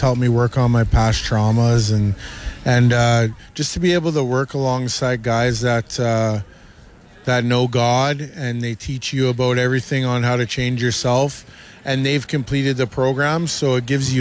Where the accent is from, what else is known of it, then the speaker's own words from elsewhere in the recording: Winnipeg, Manitoba, Canada; I grew up in the North End here, not too far from here, on 1020 Main. I grew up really close to here. So I actually went to Sisler High School